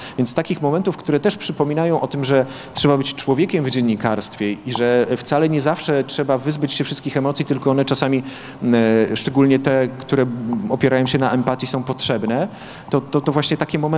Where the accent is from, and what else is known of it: Podlaskie Voivodeship, Poland